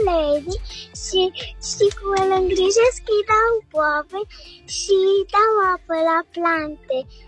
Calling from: Bacău, Bacău County, Romania; da. Am 6 ani și sunt din Bacău

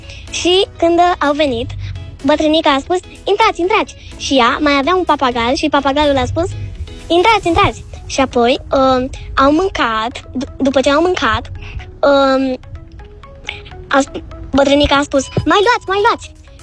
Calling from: Iași, Iași County, Romania; din Iași. Am 7 ani

